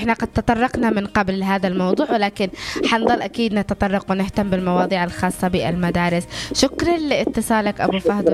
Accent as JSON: {"language": "Arabic", "country": "Yemen", "said": "في مجتمعنا اليمني"}